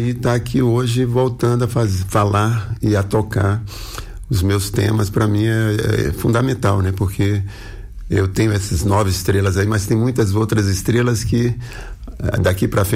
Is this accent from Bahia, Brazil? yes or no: yes; Itapuã, Bahia, Brazil; eu sou itapuanzeiro, né? Eu sou de Itapuã, e tudo isso é fruto de um trabalho que a gente se dedicou, né? Eu, junto com muitos outros moradores.